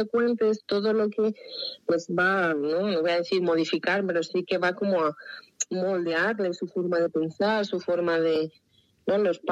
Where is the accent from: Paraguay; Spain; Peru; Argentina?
Spain; Valladolid, Castile and León; yo siendo vallisoletana, pero vallisoletana de las Bordes, de pura raza